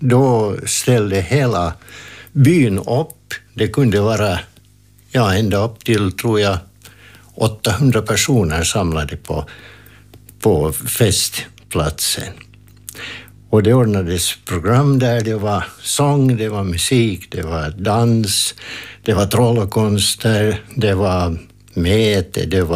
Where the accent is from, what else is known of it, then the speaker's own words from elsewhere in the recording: Pärnu, Pärnu County, Estonia; Och midsommarfirandet i min hemtrakt i Pärnu kyrkoby, så den firades alltid på ett speciellt sätt.